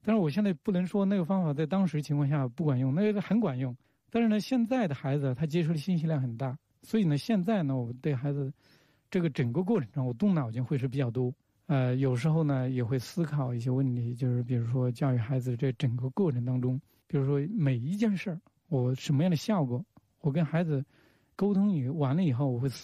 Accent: Huanggang, Hubei, China; moved away; 我小时候在农村长大的，从那个湖北黄冈的一个农村出来，

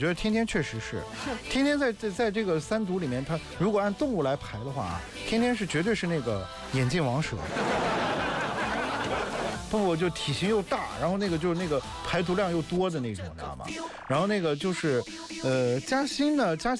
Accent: Xinjiang, China; 我们新疆人

